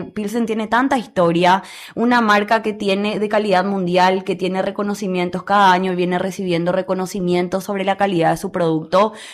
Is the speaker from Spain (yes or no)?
no; Paraguay; cuando nosotros somos paraguayos